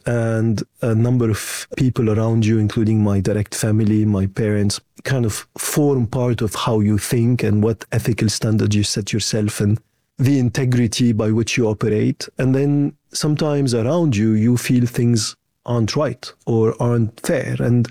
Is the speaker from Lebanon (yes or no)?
yes; Lebanon; moved away as an adult; also born or lived in France / Germany; So I grew up in Lebanon. At age 18, I moved to France for my university. I then picked an internship in Germany.